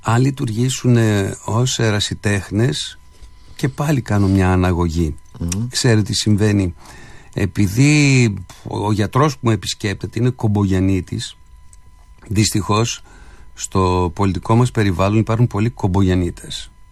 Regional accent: Greece; με την ίδια μας φυσιογνωμία ως Έλληνες.

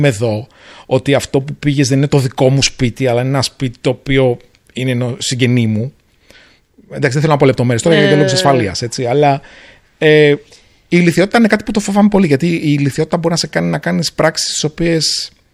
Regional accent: Greece; now in Singapore

